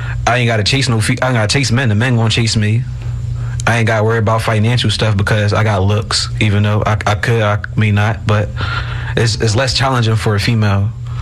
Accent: Philadelphia, Pennsylvania, United States; I'm currently 24 years old. I'm from North Philadelphia.

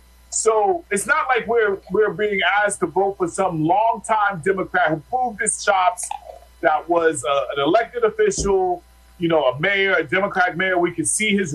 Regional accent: New Jersey, United States; We are from New Jersey.

